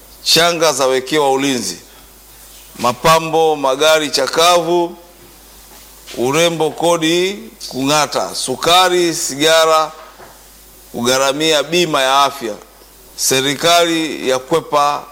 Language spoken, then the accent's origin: Swahili; Bariadi, Simiyu, Tanzania; now in Dar es Salaam, Tanzania; kule kwetu Bariadi tulikuwa tunatumia mkokoteni wa punda